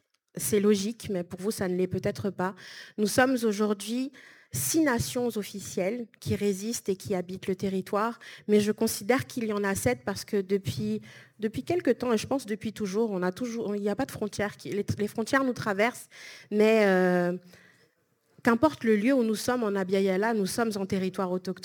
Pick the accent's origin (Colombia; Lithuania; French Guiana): French Guiana; moi qui suis du littoral, donc d'Awala Yalimapo tout en haut, le littoral jusqu'à Cayenne, c'est mon lieu où j'ai toujours habité et je sais très peu de l'intérieur au final.